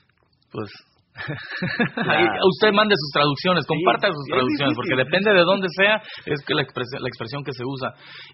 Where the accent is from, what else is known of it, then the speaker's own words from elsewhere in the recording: Veracruz, Mexico; Pero de este disco es así mi más favorita porque soy jarocho, caramba.